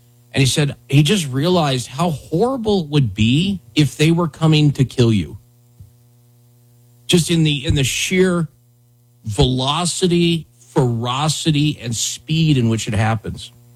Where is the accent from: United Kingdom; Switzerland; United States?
United States; Wyoming; growing up in Wyoming